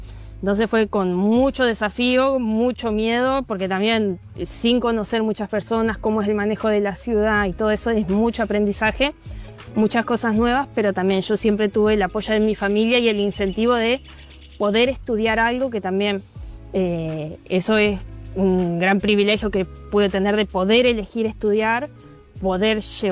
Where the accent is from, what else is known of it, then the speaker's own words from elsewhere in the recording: Entre Ríos, Argentina; now in Paraná, Argentina; Yo crecí en una zona rural que se llama Costa Grande, que está más o menos a unos 80, 90 kilómetros de acá de Paraná. Hice mi jardín, primaria, secundaria, todo en escuela rural. Y recién llegué a Paraná cuando empecé a estudiar la carrera de artes